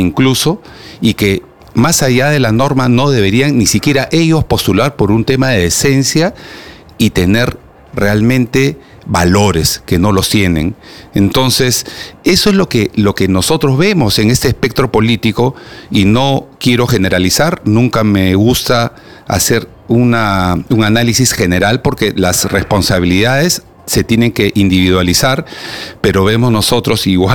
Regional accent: Peru; nosotros como peruanos

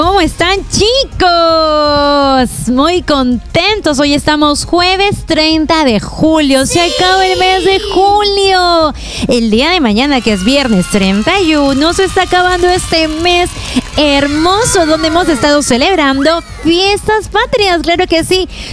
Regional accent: Peru

